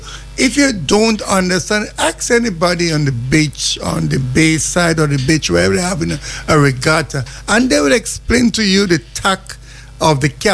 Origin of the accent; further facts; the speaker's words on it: Guelph, Ontario, Canada; I mean, I grew up in that in Guelph, so it's part of my, it's in my DNA.